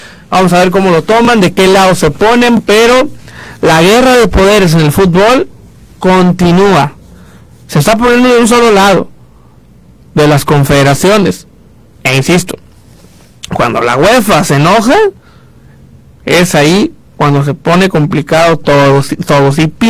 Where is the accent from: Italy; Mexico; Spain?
Mexico; Sinaloa